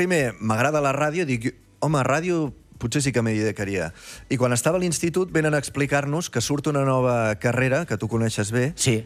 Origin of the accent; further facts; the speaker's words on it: Berga, Catalonia, Spain; Jo sóc de Berga